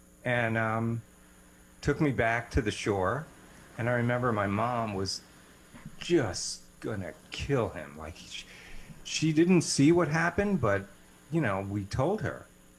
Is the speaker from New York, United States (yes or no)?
yes; New York City, New York, United States; I grew up in Coney Island